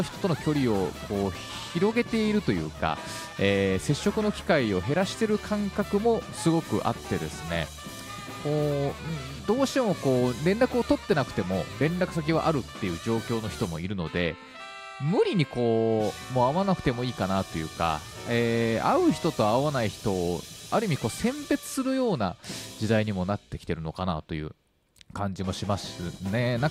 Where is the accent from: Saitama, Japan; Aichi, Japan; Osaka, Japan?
Aichi, Japan; Nagoya; 高校大学大学院と、僕の地元の名古屋でずっと過ごしてて